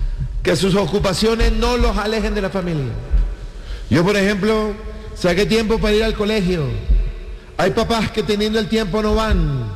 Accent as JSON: {"language": "Spanish", "region": "Caribbean Region", "country": "Colombia", "said": "Mi coterráneo."}